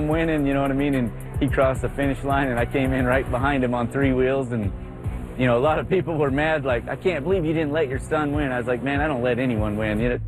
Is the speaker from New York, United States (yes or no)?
no; Lakeside, Arizona, United States; I'm from Lakeside, Arizona.